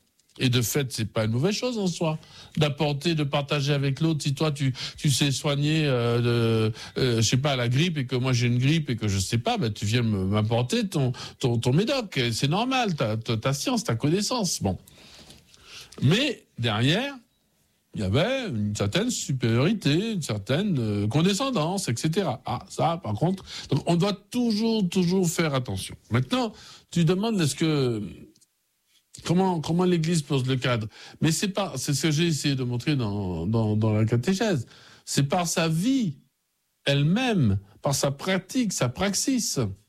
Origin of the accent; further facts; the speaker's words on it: Martinique; Et tu dis, je suis de la France, la Martinique.